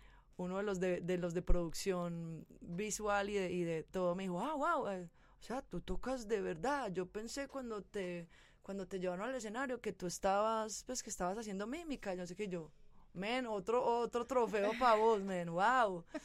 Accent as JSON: {"language": "Spanish", "town": "Medellín", "region": "Antioquia", "country": "Colombia", "tie": "born or raised there", "also_born_or_lived": "San Cristóbal, Medellín / Los Angeles, United States", "moved": "as an adult", "said": "Mi Medellín tiene mis raíces, mi cuna. O sea, de hecho, es como que todo. Yo miro mi personalidad, veo quién soy. Es como que a mí me forjó Medellín."}